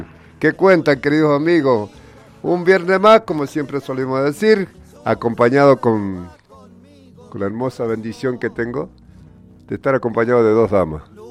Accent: San Juan, Argentina; yo vengo de los pagos de San Juan, donde el sonda es más fuerte allá

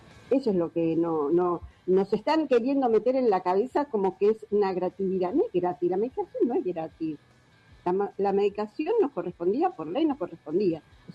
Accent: Bella Vista, Buenos Aires Province, Argentina; yo soy de Bellavista, en Hurlingham

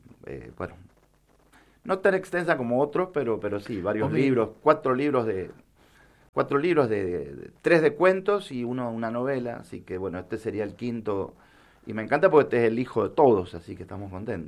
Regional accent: San José, Mendoza, Argentina; born there; now in Bermejo, Argentina; Sí, Bermejino. Sí, Bermejino por adopción, porque nací en San José, pero bueno, es un barrio grande. Un barrio grande y en Bermejo ya vivo hace no sé cuánto. No lo quiero contar, pero son muchos años.

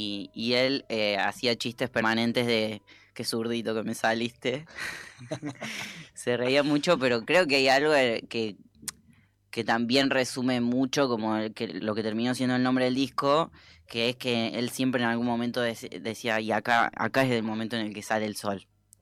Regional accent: Laguna Larga, Córdoba, Argentina; moved away; Yo soy de un pueblo de Córdoba que se llama Laguna Larga.

